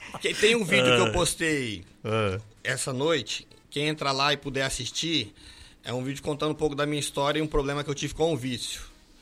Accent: Cacoal, Rondônia, Brazil; also born or lived in Vilhena; Eu sou de Cacoal, nascido aqui em Cacoal, morei por alguns anos em Vilhena, mas eu sempre fui apaixonado por esse lugar.

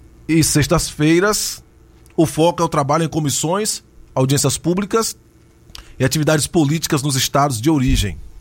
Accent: Brazil; eu sou brasileiro

